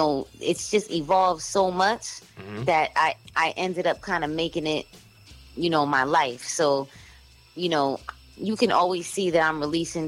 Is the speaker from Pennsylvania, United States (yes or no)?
no; New York City, New York, United States; Well, you know, I'm from Brooklyn, New York, but I've traveled a lot and I've lived in different situations